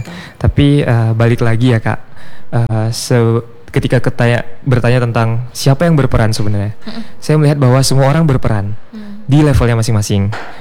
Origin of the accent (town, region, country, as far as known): Aceh, Indonesia